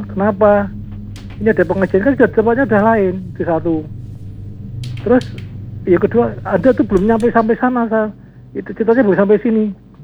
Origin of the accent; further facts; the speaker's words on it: Indonesia; accent: medok (Javanese); now in West Java (Sundanese area), Indonesia; saya tuh medok.